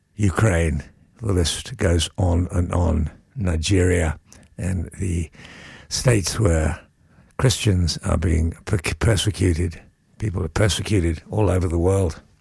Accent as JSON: {"language": "English", "country": "Australia", "said": "I love being an Australian."}